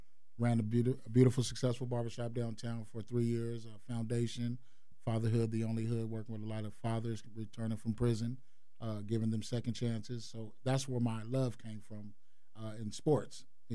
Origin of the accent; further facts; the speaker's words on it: Tacoma, Washington, United States; also born or lived in Vancouver, British Columbia, Canada; now in Whatcom County, United States; So I'm from Tacoma, Washington, originally. I lived in Vancouver, B.C. for about 25 years.